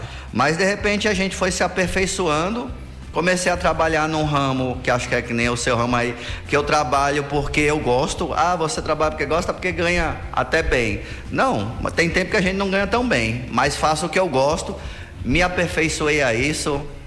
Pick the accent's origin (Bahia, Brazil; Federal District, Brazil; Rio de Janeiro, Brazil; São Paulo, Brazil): São Paulo, Brazil; now in Ceará, Brazil; Eu sou mesmo, sou paulista, o paulistano lá da capital, da periferia mesmo.